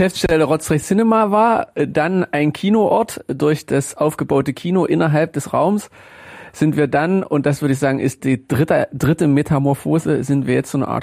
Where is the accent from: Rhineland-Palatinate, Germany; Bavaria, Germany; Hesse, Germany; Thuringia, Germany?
Thuringia, Germany; Jena; now in Erfurt, Germany; dann bin ich hier durch ganz viele Zufälle gelandet und seitdem fühle ich mich wirklich als Erfurter. So schwer mir das als Jenenser fällt, das sagen zu müssen oder zu wollen, aber es ist genau so, es ist mein Zuhause, ich wohne ja jetzt auch hier